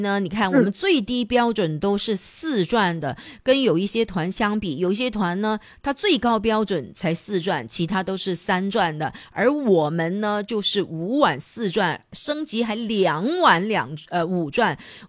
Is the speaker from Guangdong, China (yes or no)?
yes; Guangdong, China; 我们广东人特别是东莞的朋友呢